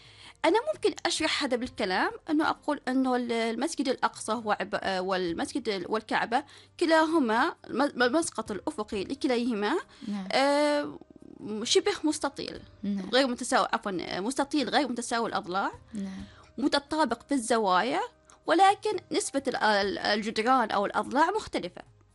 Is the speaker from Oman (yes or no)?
yes; Oman; احنا كعمانيين